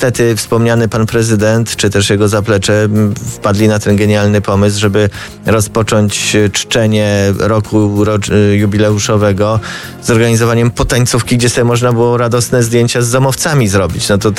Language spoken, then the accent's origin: Polish; Radom, Masovian Voivodeship, Poland; Jestem posłem z Radomia, urodziłem się w Radomiu, wychowałem się w Radomiu, byłem radnym Radomia